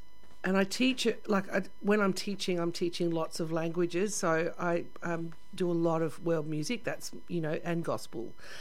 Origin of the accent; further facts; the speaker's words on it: Bendigo, Victoria, Australia; now in Ballarat, Australia; I was born and raised in Bendigo and not far from Ballarat down south. And then found my way to Ballarat where I started working as a musician from the age of about 16.